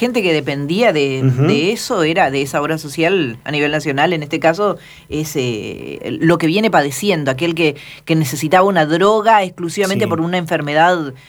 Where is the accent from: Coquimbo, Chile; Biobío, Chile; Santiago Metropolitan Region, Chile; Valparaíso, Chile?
Biobío, Chile; Concepción; Somos todos de Concepción.